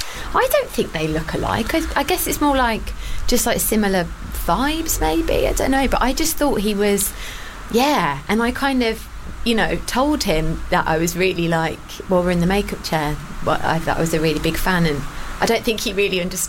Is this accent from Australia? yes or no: no; England, United Kingdom; accent: Midlands; And I'm British, and I've got a slightly Midlands accent